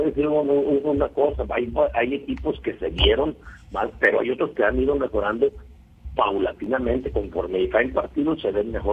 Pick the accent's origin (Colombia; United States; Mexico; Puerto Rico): Mexico; como buen mexicano, vamos a seguir.